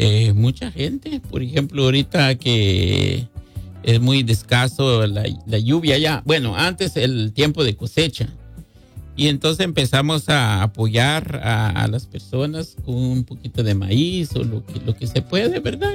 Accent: Quiché, Guatemala; now in Omaha, Nebraska, United States; Yo no soy de Petén, yo soy del Quiché.

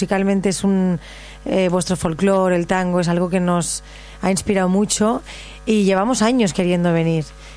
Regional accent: Barcelona, Catalonia, Spain; born there; Yo soy catalana de familia andaluza, de familia de Málaga. Ajá. Pero yo nací en Barcelona.

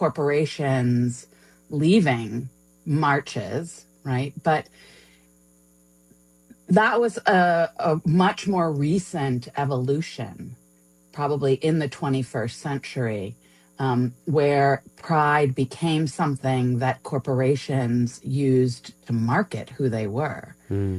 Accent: New York City, New York, United States; now in Chicago, United States; So I grew up in New York City, not far from the Stonewall Inn. I now live in Chicago

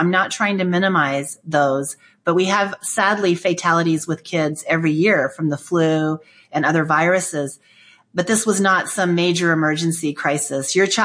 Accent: United States; born there; I was born here in the United States. I'm a naturally born American citizen. I love this country. I'm the daughter of parents who fled political persecution from behind the Iron Curtain of communism.

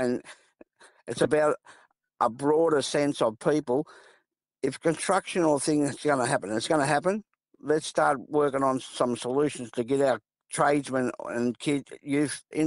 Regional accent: Sydney, New South Wales, Australia; We grew up in South Sydney, Redfern All Blacks we played for, you know what I mean?

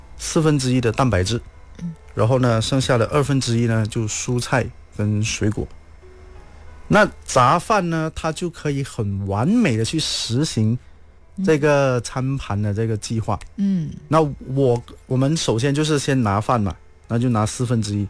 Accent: Malaysia; 我们马来西亚人人均吃货嘛

